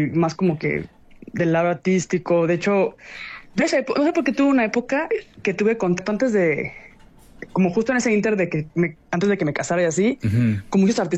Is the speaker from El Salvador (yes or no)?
no; Mexico; y para mí como mexicana, o sea, sí, sí fue un choque.